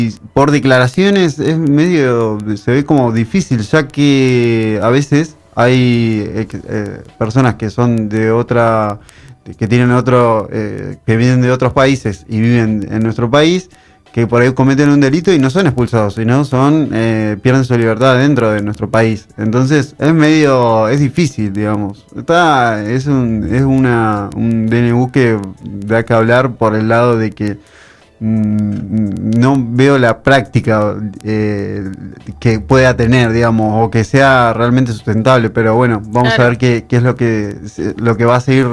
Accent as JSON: {"language": "Spanish", "country": "Argentina", "said": "Yo creo que un rasgo como argentinos es"}